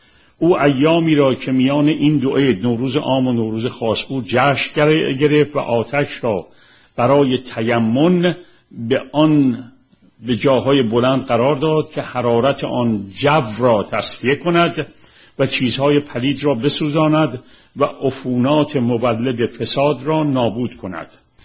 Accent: Tehran, Tehran Province, Iran; میگه ما مال تهرون قدیمیم و همون 4 محله تهرون. متولد اودلاجانم ولی در خیابون اسمال بزاز رشد کردم و بزرگ شدم. سر کوچمونم یک تابلوی بزرگ نوشته بود هیئت محلی چاله میدان.

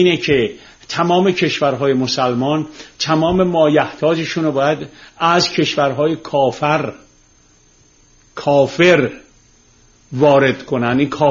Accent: Tehran, Tehran Province, Iran; چون ما تو گل و شل بزرگ شدیم، من روزی که خیابون کوچه های تهرون رو تیر میذاشتم که سیم برق بکشن یادمه. خونه ما که برق کشیدن

